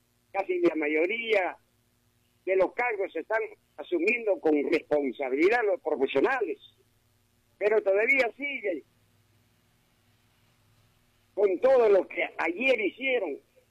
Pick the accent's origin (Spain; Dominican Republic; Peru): Peru; now in Aguaytía, Peru; el que le hablo como peruano, que tengo 36 años